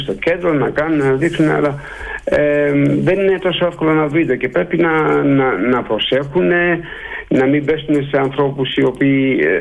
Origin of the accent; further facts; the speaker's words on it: Greece; moved away as an adult; now in Netherlands; Εδώ πέρα δεν υπάρχουν Έλληνες. Υπάρχω μόνο εγώ.